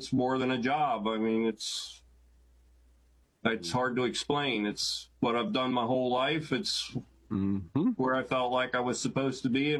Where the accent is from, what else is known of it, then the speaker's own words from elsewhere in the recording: Douglassville, Pennsylvania, United States; From Douglasville, PA.